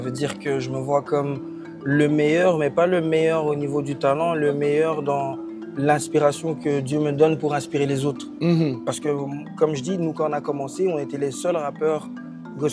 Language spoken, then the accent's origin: French; Belgium; Non, ici en Belgique. J'ai grandi en Belgique et je suis né ici.